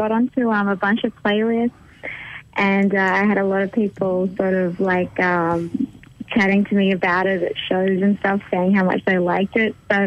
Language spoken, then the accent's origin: English; Sydney, New South Wales, Australia; moved away; I'm from Sydney. I'm from, like, a big city.